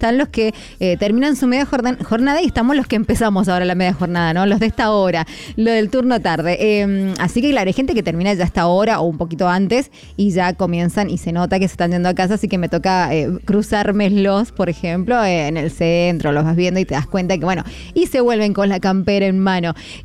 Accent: Argentina; Donde la ves ahí, vamos, somos argentinos.

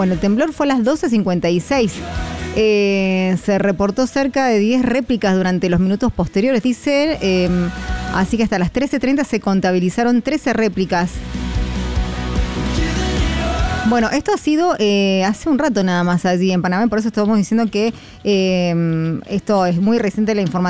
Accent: Argentina

